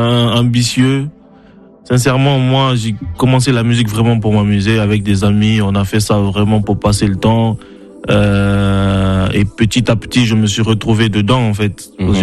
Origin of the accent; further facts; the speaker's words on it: Kamsar, Boké, Guinea; Je viens de Kamsar, justement, c'est pas Conakry, c'est à peu près 300 km de Conakry, c'est un peu reculé, donc une ville industrielle. Et heureusement, sincèrement, on n'a pas vraiment grandi dans la précarité, parce que c'est une ville d'export